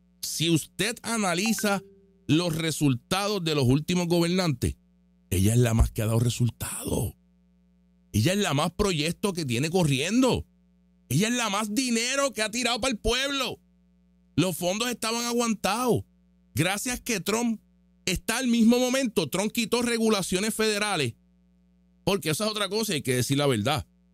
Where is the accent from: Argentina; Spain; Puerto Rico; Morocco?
Puerto Rico